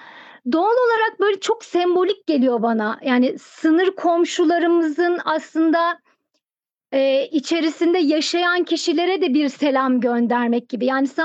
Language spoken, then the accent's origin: Turkish; Thrace, Turkey; Ege'de yürüseydin, Trakya'da yürüseydin, ben Trakyalıyım.